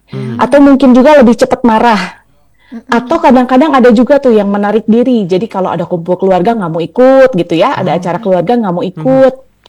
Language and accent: Indonesian; Bandung, West Java, Indonesia; Iya, aku dari Bandung.